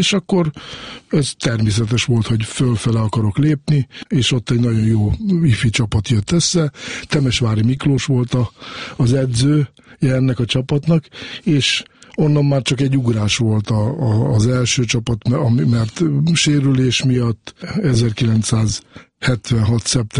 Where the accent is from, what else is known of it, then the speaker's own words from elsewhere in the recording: Borsod-Abaúj-Zemplén, Hungary; born there; születtem Borsodba